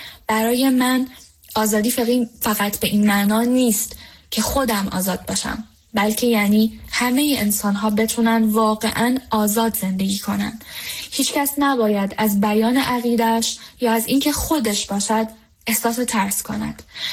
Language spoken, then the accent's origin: German; Iran; moved away; Ich komme aus dem Iran.